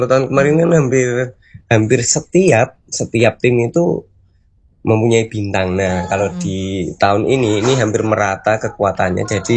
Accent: Palembang, South Sumatra, Indonesia; moved away; saya waktu itu ke Palembang ya, ke tempat asal saya gitu.

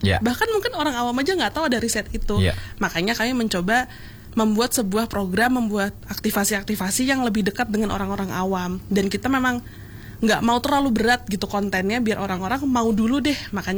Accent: Jakarta, Indonesia; moved away as an adult; now in Yogyakarta, Indonesia; aku aslinya dari Jakarta mas yeah. gitu, mm-hmm. aku mencoba perspektif sebagai anak Jakarta

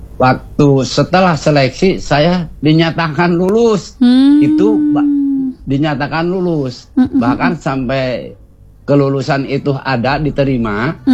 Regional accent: Sumedang, West Java, Indonesia; berhubung saya orang Sumedang

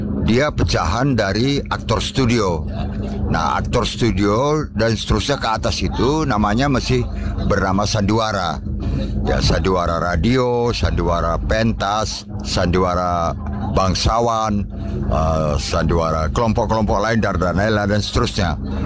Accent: North Sumatra, Indonesia; Dan kita dari Sumatera Utara, terutama kami ya, termasuk teater Delik dan tim teater anak negeri

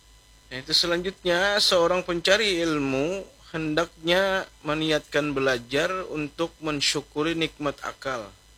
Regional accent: Banjarmasin, South Kalimantan, Indonesia; kita sebagai warga Banjarmasin, sebagai umat Islam

